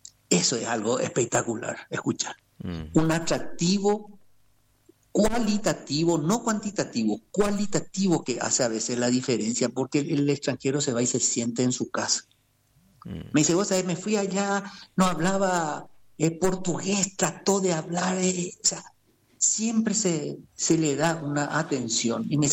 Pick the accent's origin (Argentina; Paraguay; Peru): Paraguay; no solamente nosotros como funcionarios hablamos como paraguayos